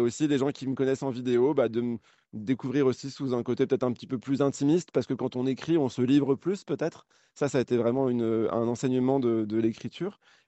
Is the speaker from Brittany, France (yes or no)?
yes; Brittany, France; moi, en tant que Breton